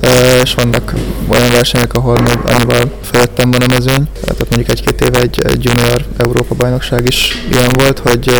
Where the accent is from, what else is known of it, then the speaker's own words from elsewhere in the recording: Gödöllő, Pest, Hungary; hogy ugye gödöllői vagyok